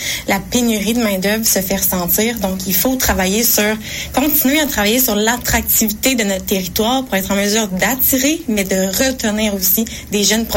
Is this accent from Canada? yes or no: yes; Rimouski, Quebec, Canada; Je suis native de Rimouski et j'ai toujours prêché pour ma paroisse, même quand j'étais ailleurs dans le monde.